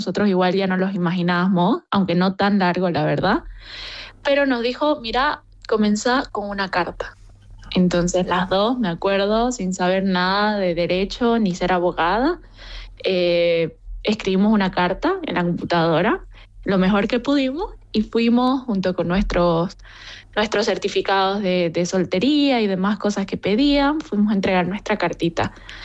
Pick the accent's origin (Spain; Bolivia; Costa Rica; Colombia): Bolivia; Y yo le dije, bueno, que yo como boliviana tenía todo el derecho de pedirlo, aunque no fuera legal todavía.